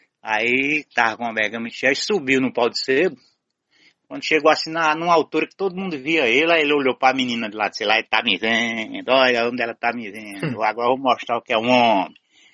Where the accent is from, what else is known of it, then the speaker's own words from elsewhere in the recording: Alagoinha, Pernambuco, Brazil; Eu sou de Alagoinha, Pernambuco, vizinho de Pesqueira, Alagoinha.